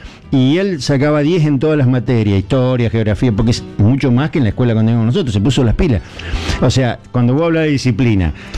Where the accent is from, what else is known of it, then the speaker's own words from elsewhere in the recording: Santa Rosa, La Pampa, Argentina; Santa Rosa, La Pampa.